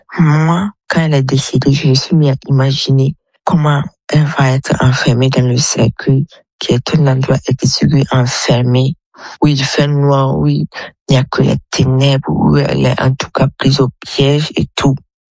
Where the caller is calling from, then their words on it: Burkina Faso; Je suis au Burkina Faso, précisément dans la ville de Signaré.